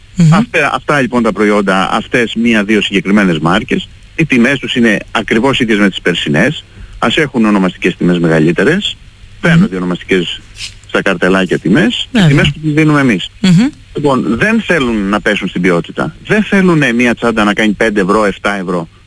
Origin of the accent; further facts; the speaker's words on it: Patras, Western Greece, Greece; είμαστε πατρινοί mm-hmm. πάρα πολλά χρόνια